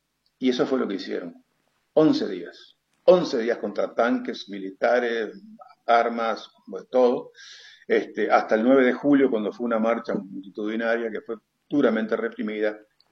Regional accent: Uruguay; moved away; en el país de donde soy originario, que es la República Oriental del Uruguay

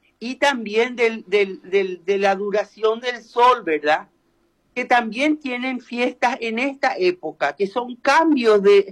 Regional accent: Piribebuy, Cordillera, Paraguay; born there; now in Asunción, Paraguay; mi pueblo Piribebuy

